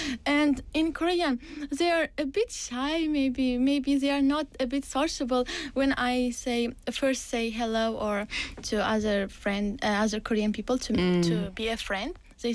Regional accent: Uzbekistan; English is a second language; In my country, in my hometown, I took a lesson from social media

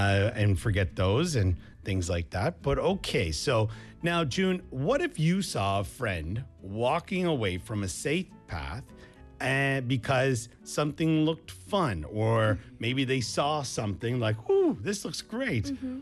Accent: Canada; moved away; Well, where I grew up in Canada, we were still in the city, but kind of, I would say it's kind of like if we're thinking of Busan, it would be like growing up in Jungwon or like in Gijang. So you're still part of the city, but there's lots of nature

